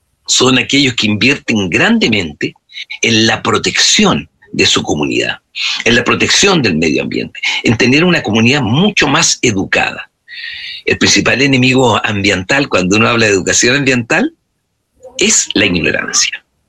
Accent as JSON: {"language": "Spanish", "country": "Chile", "said": "Comenzamos a pelearlos como chilenos."}